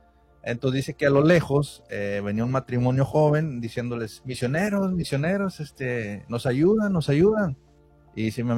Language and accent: Spanish; Monterrey, Nuevo León, Mexico; Yo soy de Monterrey